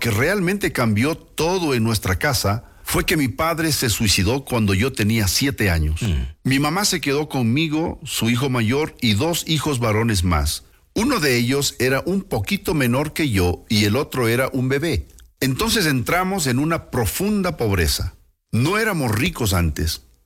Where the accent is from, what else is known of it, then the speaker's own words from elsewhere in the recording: England, United Kingdom; soy de Inglaterra y creo en Dios.